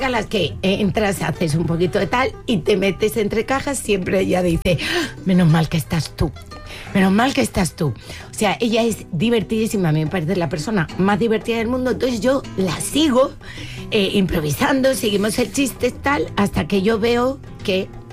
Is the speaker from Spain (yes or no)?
yes; Canary Islands, Spain; yo soy canaria.